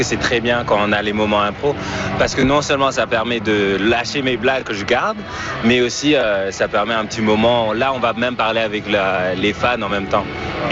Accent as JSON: {"language": "French", "country": "France", "moved": "yes", "lives_now": "Vancouver, Canada", "said": "mais en tant que Français qui est arrivé au Canada et tout ça"}